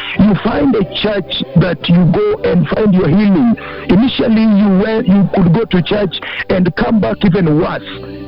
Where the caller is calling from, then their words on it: Soi, Uasin Gishu County, Kenya; I'm calling you from Soi here in Uasin Gishu.